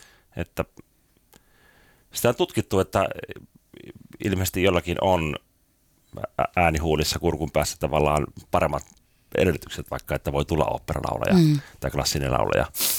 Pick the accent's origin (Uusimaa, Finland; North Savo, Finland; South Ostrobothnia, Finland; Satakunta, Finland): Satakunta, Finland; Rauma; Mä kasvoin Raumalla ison lestadiolaisperheen nuorimpana. Meillä on 15 lasta yhteensä ja yrittäjäperhe, kahvila- ja leipomalan yrityksiä.